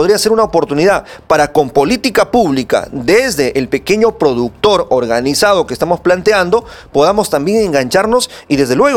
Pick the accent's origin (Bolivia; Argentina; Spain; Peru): Peru; Si ellos son peruanos, nosotros también somos peruanos